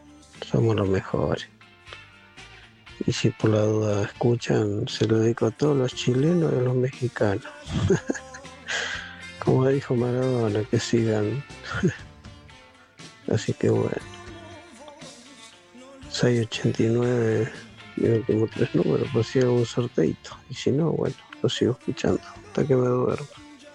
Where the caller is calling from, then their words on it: Villa Gobernador Gálvez, Santa Fe, Argentina; de Villa Gobernador Galvez, Santa Fe.